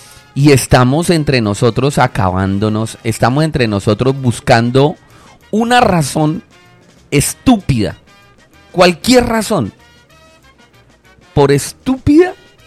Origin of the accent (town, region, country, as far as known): Villavicencio, Meta, Colombia